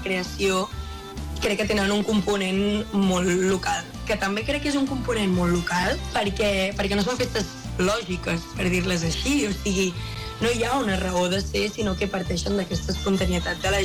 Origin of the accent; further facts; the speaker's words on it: Palau-solità i Plegamans, Catalonia, Spain; En el cas de Palau, que és el meu poble